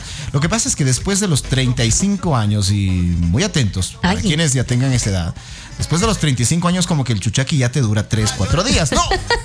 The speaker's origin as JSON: {"language": "Spanish", "town": "Guayaquil", "region": "Guayas", "country": "Ecuador", "said": "Conocí Cuenca, soy de Guayaquil, gracias."}